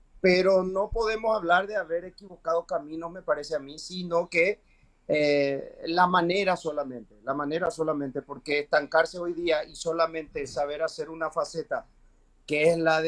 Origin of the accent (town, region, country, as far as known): Paraguay